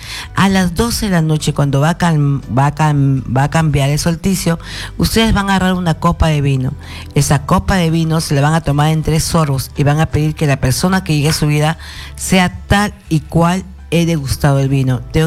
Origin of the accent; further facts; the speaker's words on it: Huacho, Lima, Peru; moved away; Y me voy a Huacho. Voy a estar allá en mi tierra.